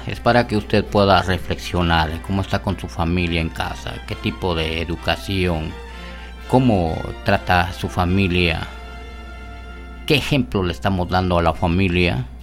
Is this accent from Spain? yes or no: no; Guatemala